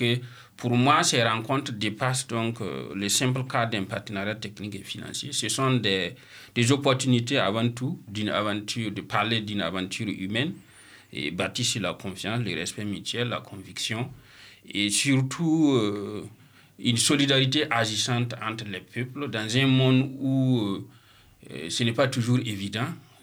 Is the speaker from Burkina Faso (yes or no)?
yes; Burkina Faso; je suis du Burkina